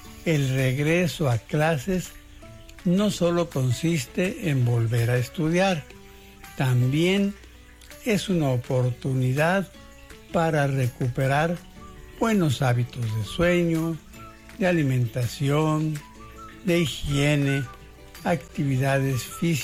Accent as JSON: {"language": "Spanish", "town": "Guadalajara", "region": "Jalisco", "country": "Mexico", "tie": "born or raised there", "said": "Aunque por esos entonces, Guadalajara, mi ciudad natal, ya tenía 1 millón de habitantes."}